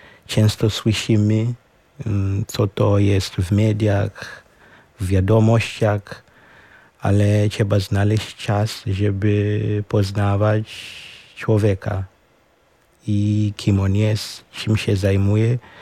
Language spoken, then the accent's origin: Ukrainian; Zimbabwe; Ukrainian is a second language; moved away as an adult; also born or lived in Ukraine; now in Warsaw, Poland; Ну, я сам з Зімбабве. Перший раз в Європі студіював на Україні, а потім їхав до Польщі. В Польщі працюю як навчитель англійського в школі тут на Мокотові